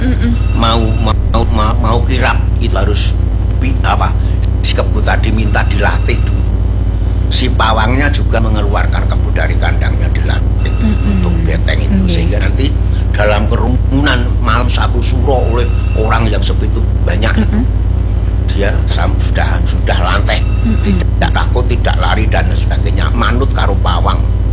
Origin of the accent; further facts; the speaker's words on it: Boyolali, Central Java, Indonesia; Saya kan orang Boyolali.